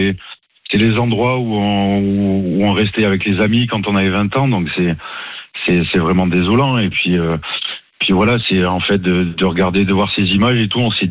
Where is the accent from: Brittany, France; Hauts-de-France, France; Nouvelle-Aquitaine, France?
Nouvelle-Aquitaine, France; born there; en étant du coin même si nous on n'est pas touché directement là où je suis à Essine